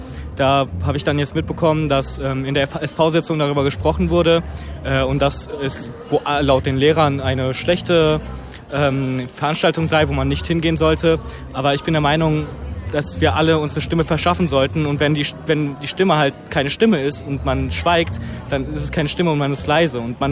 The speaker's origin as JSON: {"language": "German", "town": "Frankfurt", "region": "Hesse", "country": "Germany", "tie": "born or raised there", "said": "Ich komme auch aus Frankfurt, ich bin mit 6 Jahren hergezogen."}